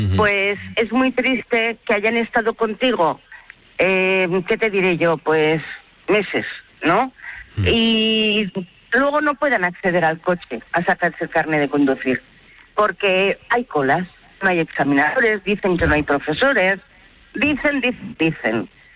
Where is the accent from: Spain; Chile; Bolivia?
Spain; Torrent, Valencian Community; Yo vengo de Torrent, por ejemplo, que estoy a 25, 28 kilómetros.